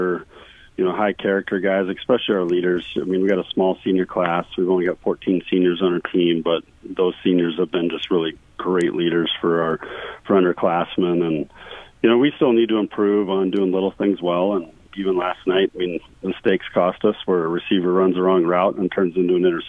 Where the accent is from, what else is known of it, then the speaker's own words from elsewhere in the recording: Harrisburg, South Dakota, United States; moved away as an adult; also born or lived in Fargo / Kansas City / Pierre; now in Sioux Falls, United States; I grew up in Harrisburg, and then after I got married, you know, went around, went to a lot of different schools, and I got to coach up in Fargo, Kansas City, and then in Pierre before coming to O'Gorman